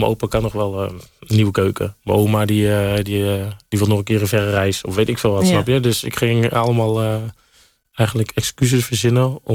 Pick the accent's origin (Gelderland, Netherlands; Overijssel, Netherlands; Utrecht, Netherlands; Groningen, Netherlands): Utrecht, Netherlands; Ik ben opgegroeid in een kansarme wijk. Ik ben geboren in Overweg, opgegroeid in de betonbuurt en in Ondiep in Utrecht.